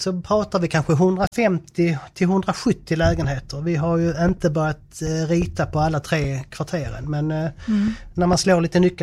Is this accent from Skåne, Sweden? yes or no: yes; Eslöv, Skåne, Sweden; now in Lund, Sweden; Född och uppvuxen i Eslöv så att steget inte så långt. Jag bor i Lunds kommun för tillfället.